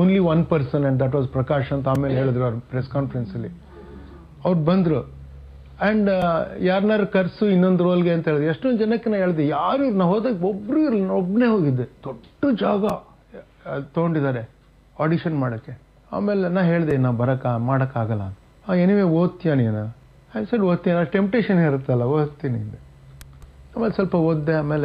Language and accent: Kannada; Karnataka, India; accent: Kannada; ನನ್ನ ಕನ್ನಡ ಆ್ಯಕ್ಸೆಂಟಲ್ಲಿ ಇಂಗ್ಲೀಷ್ ಮಾತಾಡ್ತೀನಿ ನಾನು